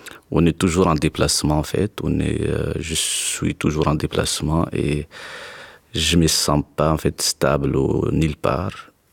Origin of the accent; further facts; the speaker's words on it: Tinzaouaten, Kidal, Mali; Tinzawaten, c'est là où nous sommes grandis, en fait. C'est là où nous avons fait aussi notre école primaire